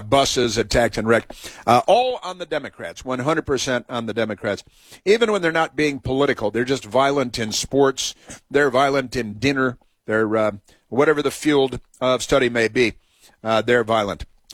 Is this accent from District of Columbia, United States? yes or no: yes; Washington, District of Columbia, United States; my hometown here, Washington, D.C. It's been my hometown for decades and decades.